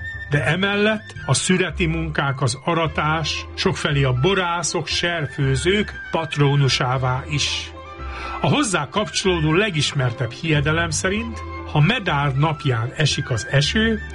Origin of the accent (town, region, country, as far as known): Újkígyós, Békés, Hungary; born or raised there